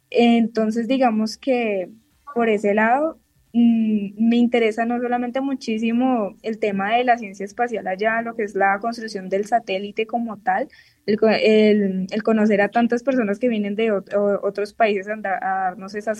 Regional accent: Colombia

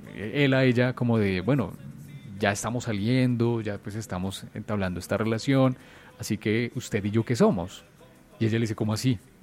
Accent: Colombia; Porque somos colombianos.

